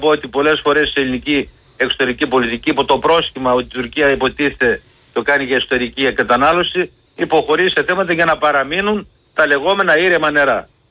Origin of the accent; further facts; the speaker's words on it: Central Macedonia, Greece; εγώ είμαι Μακεδόνας